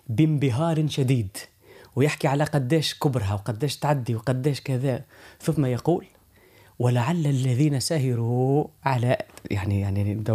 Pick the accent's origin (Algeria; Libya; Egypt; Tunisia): Tunisia; نحن في تلك الأزمنة عندنا في تونس